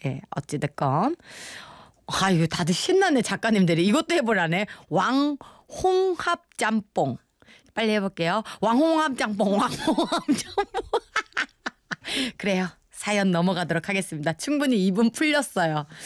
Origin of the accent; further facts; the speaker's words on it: Busan, South Korea; 제가 또 부산 교포잖아요